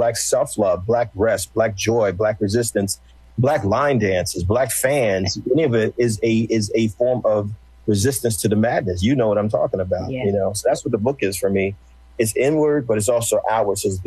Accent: New Jersey, United States; I didn't know that I was from North Jersey. There's a Central Jersey, then there's a South Jersey.

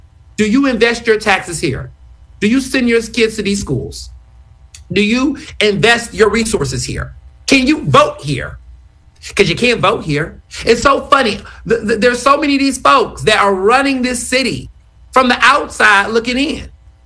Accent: Houston, Texas, United States; also born or lived in Chicago; now in Philadelphia, United States; I grew up in Houston. I was born in Chicago.

